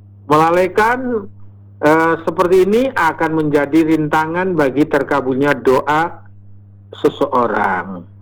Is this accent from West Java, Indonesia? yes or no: yes; Cirebon, West Java, Indonesia; kalau kita orang Cirebon menyebutnya dengkul